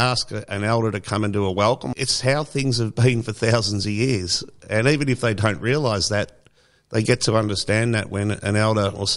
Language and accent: English; Australia